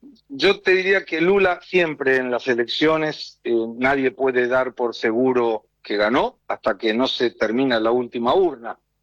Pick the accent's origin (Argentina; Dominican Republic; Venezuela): Argentina; now in São Paulo, Brazil; Soy el único argentino que tiene un programa propio en la televisión brasileña y estoy muy contento con eso.